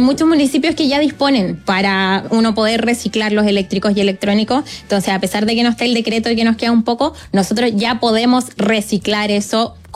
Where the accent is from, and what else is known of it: Chile